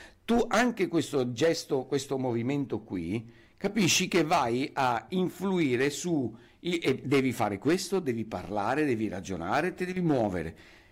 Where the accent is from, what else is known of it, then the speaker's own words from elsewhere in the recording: Venice, Veneto, Italy; anch'io cresciuto a Venezia